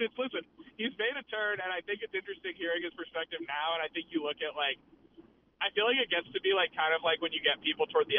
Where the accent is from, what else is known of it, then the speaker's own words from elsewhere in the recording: Washington, District of Columbia, United States; moved away; I grew up in Washington, D.C.